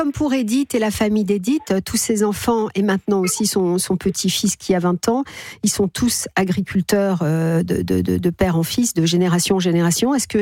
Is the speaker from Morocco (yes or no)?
no; Hauts-de-France, France; Dans l'Aisne. Je connais bien parce que je suis de l'Oise. Donc c'est un, ça se touche.